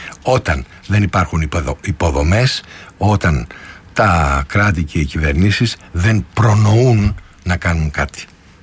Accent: Greece; moved away; Εγώ θυμάμαι εκεί στα μέρη μου τον Αχελό

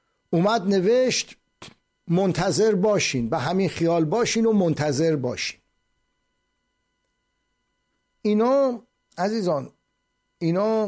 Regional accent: Iran; به عنوان یک ایرانی

